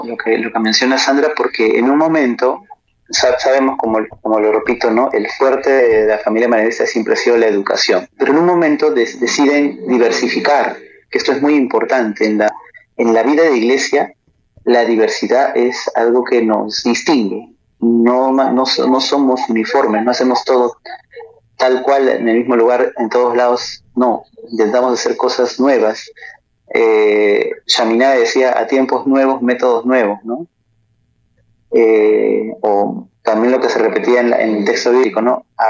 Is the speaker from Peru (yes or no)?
yes; Callao, Peru; un colegio emblemático y muy reconocido en el Callao, el lugar de donde vengo, ¿no? Yo recuerdo de niño cuando yo estudiaba en un colegio estatal